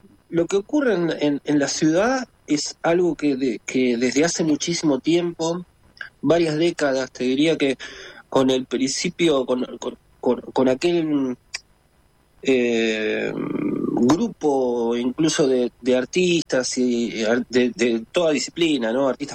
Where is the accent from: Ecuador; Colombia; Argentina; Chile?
Argentina; La Plata, Buenos Aires Province; Yo soy de La Plata y vivo en La Plata